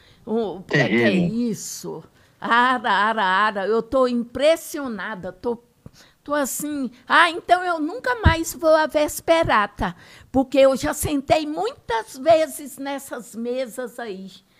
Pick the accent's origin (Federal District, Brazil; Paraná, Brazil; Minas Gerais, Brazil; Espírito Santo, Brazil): Minas Gerais, Brazil; Itamarandiba; born there; moved away; also born or lived in Diamantina; Eu não nasci aí, não, seu Quincas. Eu falo que eu nasci de corpo em Itamarandiba. Mas a alma foi em Diamantina.